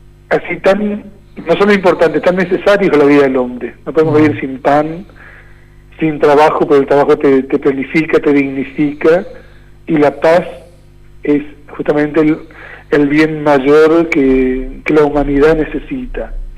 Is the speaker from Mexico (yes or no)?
no; Argentina; La Virgen de Luján, que es la patrona de nuestro pueblo argentino, y San Cayetano, que es uno de los santos más populares de nuestro pueblo argentino también.